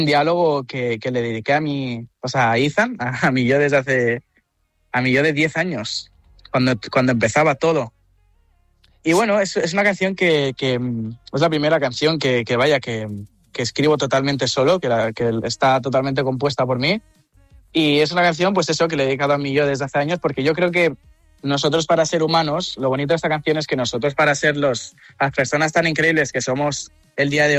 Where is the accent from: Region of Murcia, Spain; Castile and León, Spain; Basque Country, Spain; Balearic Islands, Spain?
Balearic Islands, Spain; Ibiza; me está recordando mucho a mi tierra, Ibiza.